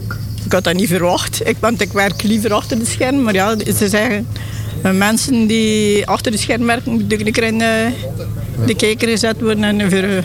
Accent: Sinaai, Flanders, Belgium; now in Daknam, Belgium; Zijn we niet, allee, ik ben van Sinaï, maar hij is van Daknam, Loekeren.

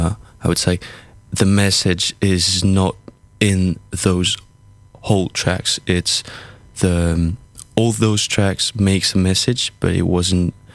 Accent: France; English is a second language; now in Brussels, Belgium; I come from France.

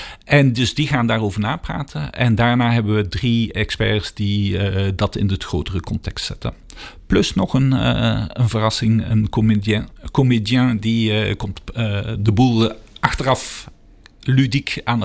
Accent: Essen, Flanders, Belgium; moved away as an adult; also born or lived in Cameroon; now in Putte; Ik kom van Essen. Ik ben 20 jaar in Essen opgegroeid vooraleer.

